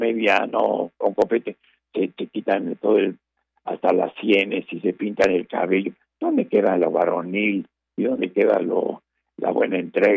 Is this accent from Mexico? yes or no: yes; Mexico; como mexicanos nos puede, yo lo soy, me puede mucho observar el ridículo, la pena, la desgracia del fútbol mexicano